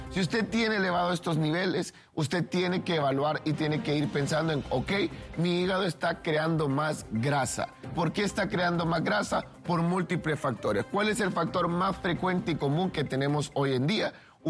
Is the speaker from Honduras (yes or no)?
yes; Honduras; nosotros como hondureños